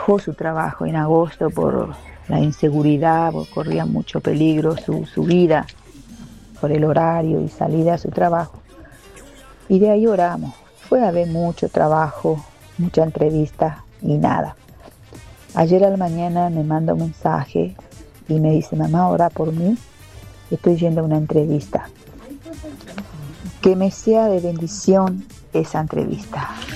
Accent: Itauguá, Central, Paraguay

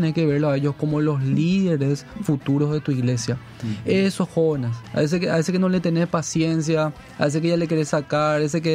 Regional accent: Paraguay; siempre estamos y más como latino, como paraguayo, que no planificamos ni organizamos

